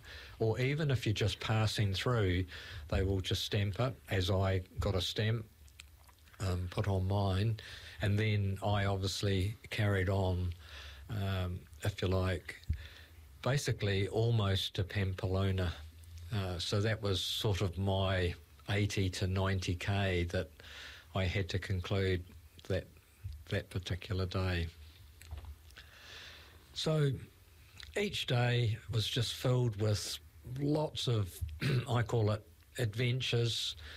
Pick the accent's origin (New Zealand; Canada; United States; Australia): New Zealand; I'm a Kiwi